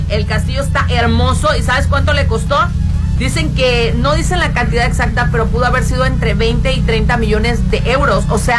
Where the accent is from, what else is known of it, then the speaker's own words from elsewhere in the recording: Mazatlán, Sinaloa, Mexico; born there; yo no nací en la Noria, nací en Mazatlán.